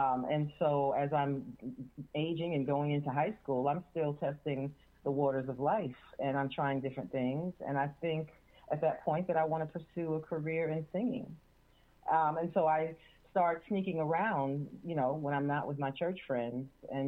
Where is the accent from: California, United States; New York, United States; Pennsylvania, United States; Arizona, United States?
New York, United States; when you asked me how it felt growing up in New York, the look back is more impactful.